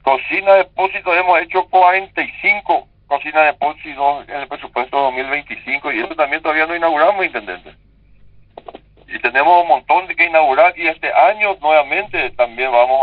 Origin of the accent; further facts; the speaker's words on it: San Estanislao, San Pedro, Paraguay; en mi pueblo, en mi distrito, en Santaní